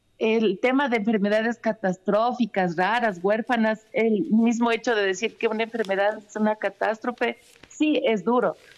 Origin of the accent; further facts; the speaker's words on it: Ecuador; los derechos que tenemos como ciudadanos ecuatorianos